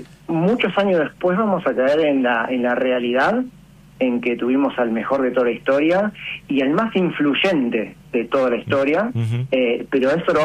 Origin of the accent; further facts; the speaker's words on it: Banfield, Buenos Aires Province, Argentina; Yo soy de Banfield.